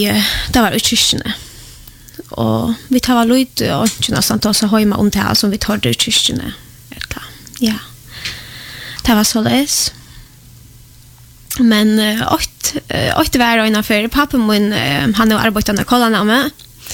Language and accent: Swedish; Poland; Swedish is a second language; now in Sweden; Jag är född och uppvuxen i Polen.